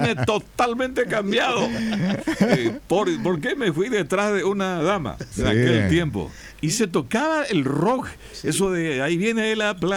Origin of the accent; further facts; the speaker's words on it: Asunción, Paraguay; born there; yo nací acá en Asunción.